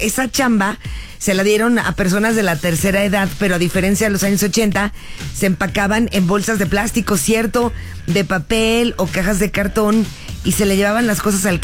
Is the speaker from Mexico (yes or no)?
yes; Mexico City, Mexico; yo viví toda mi infancia y adolescencia en la Ciudad de México